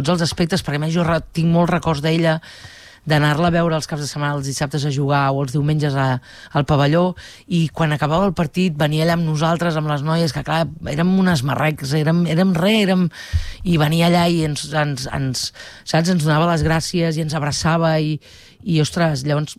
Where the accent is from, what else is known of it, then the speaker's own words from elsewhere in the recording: Manresa, Catalonia, Spain; M'agrada molt la muntanya, com a bona manresana, que tenim Montserrat al costat.